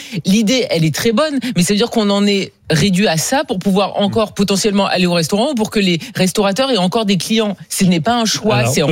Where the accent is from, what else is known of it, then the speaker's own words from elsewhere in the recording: south-east France, France; moved away; also born or lived in Paris; moi, par exemple, je viens du Sud, dans le Sud-Est, et donc dans des endroits qui sont vraiment la province, tu n'as pas accès au TER, tu n'as pas accès au RER, tu n'as pas accès au train.